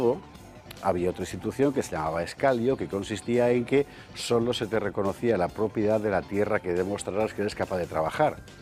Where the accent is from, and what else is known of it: Spain